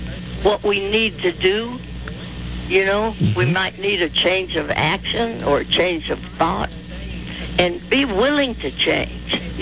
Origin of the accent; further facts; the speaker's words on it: Mount Airy, North Carolina, United States; I would always mention that I'm from Mount Airy